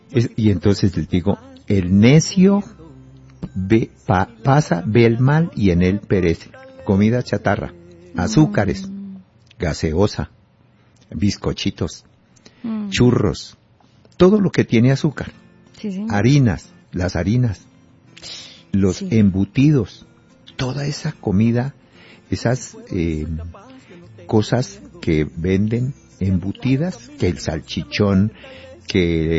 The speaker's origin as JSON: {"language": "Spanish", "region": "Boyacá", "country": "Colombia", "said": "en mi tierra Boyacá"}